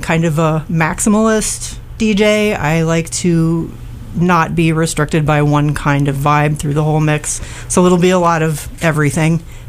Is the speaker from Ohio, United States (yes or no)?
no; Chicago, Illinois, United States; moved away as an adult; I grew up in Chicago for the most part. My teen years were spent there in the 80s, showing my age here.